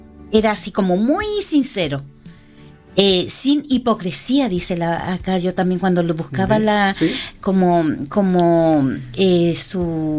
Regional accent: Chile; yo decía, ¿de dónde vienes tú? De la... Yo no quería nombrar la O'Higgins. Entonces yo decía, de la Pablo, la que está detrás de la O'Higgins.

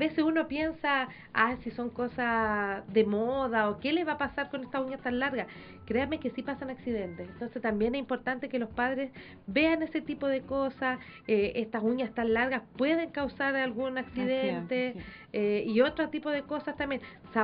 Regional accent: Calama, Antofagasta, Chile; yo soy de Calama.

